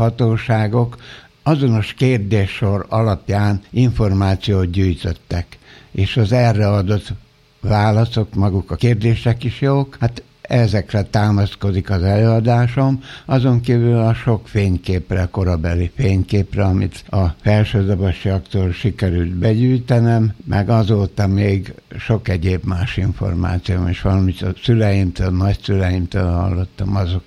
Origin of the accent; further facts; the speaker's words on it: Budapest, Hungary; born there; az anyám már a eljövendő köröztapáméknál Budapesten várta a szülési időpillanatát, és így kórházba születtem 13. kerületben.